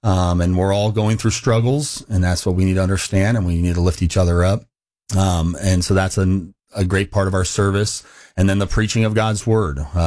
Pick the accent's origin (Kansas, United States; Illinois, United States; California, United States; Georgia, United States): California, United States; Clovis; And so I grew up in Central Baptist Church there in Clovis, Califor